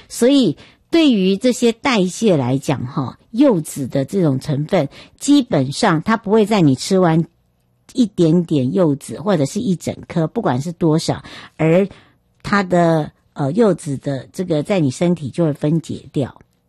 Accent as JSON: {"language": "Chinese", "country": "Taiwan", "tie": "born or raised there", "moved": "yes", "said": "要回到我的故乡花东纵谷"}